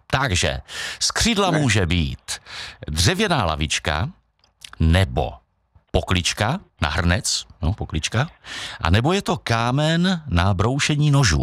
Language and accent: Czech; Moravia, Czechia; překvapí i nás, rodilé Moravany